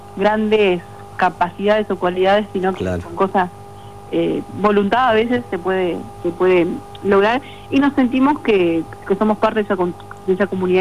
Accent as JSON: {"language": "Spanish", "country": "Uruguay", "said": "Como uruguayos muchas veces tenemos estas dos partes"}